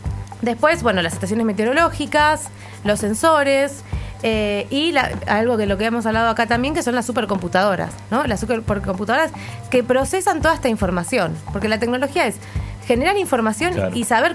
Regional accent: Argentina; A nosotros como Argentina

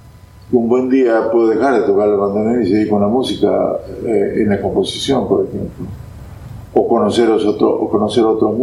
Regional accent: Campo Santo, Salta, Argentina; moved away; Yo vengo de Camposanto, de un pueblo muy, muy, con pocas posibilidades económicas.

